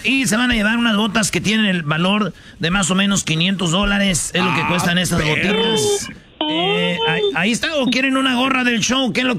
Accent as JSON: {"language": "Spanish", "region": "State of Mexico", "country": "Mexico", "tie": "born or raised there", "said": "En el Estado de México nací. Yo soy de Sacazonapa, donde nací."}